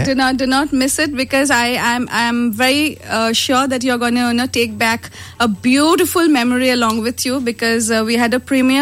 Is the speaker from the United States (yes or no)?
no; India; I am from India